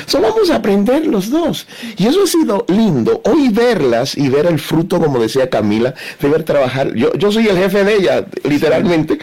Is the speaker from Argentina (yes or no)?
no; Dominican Republic; Y yo soy de una isla, yo soy dominicano.